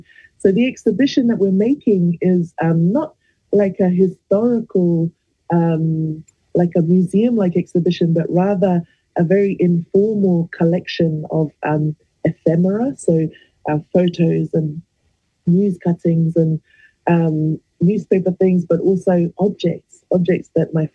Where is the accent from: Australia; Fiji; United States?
Fiji; Suva, Central Division; moved away as an adult; now in Kapiti Coast, New Zealand; I was born in Fiji. Suva is my hometown. But I've been here in Aotearoa for 25 years. So I like to think I've got one foot in both places. But I'm now relocated to the Kapiti